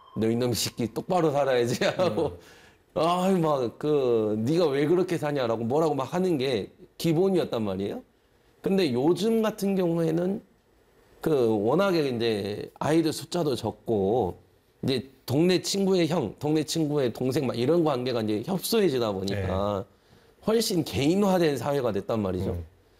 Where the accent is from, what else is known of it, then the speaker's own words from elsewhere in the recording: South Jeolla, South Korea; 제가 전라남도 사람이잖아요.